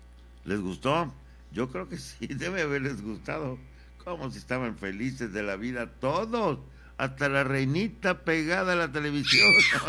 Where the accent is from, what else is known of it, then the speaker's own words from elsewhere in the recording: Mexico; somos bien mexicanos.